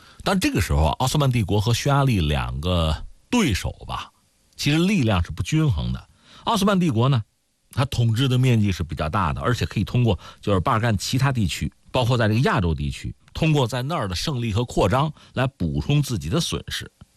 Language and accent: Chinese; China